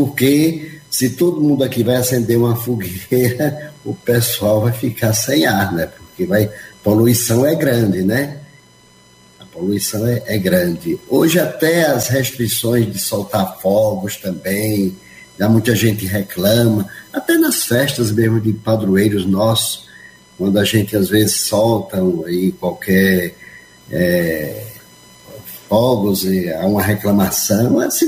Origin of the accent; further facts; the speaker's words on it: Sergipe, Brazil; moved away as an adult; now in Paraíba, Brazil; Eu sou sergipano e lá não é diferente.